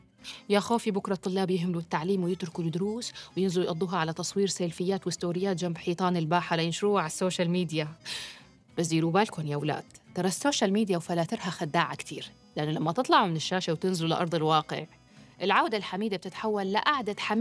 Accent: Syria; في سؤال لازم نسأله لحالنا كسوريين، معقول الواحد صار يخاف يعبر عن حاله؟

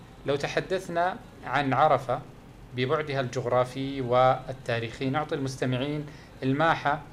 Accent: Saudi Arabia; وأنا دائما أقول أنه خدمة ضيوف الرحمن نحن لنا كسعوديين أصبح في الدي إن إيه، في جيناتنا.

